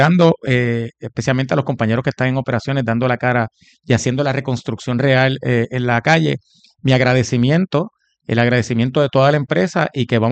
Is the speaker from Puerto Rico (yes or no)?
yes; Puerto Rico; es de todos nosotros como puertorriqueños